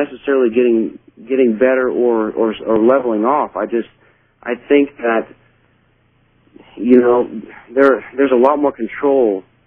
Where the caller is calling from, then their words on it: Oklahoma City, Oklahoma, United States; I'm in Oklahoma City.